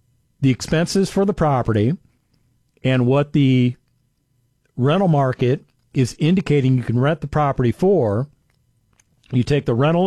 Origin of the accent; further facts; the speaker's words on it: Las Vegas, Nevada, United States; I grew up in Vegas, so I know all about the risks.